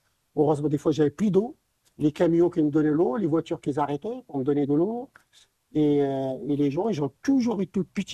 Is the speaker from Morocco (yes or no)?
yes; Morocco; born there; je suis né au Maroc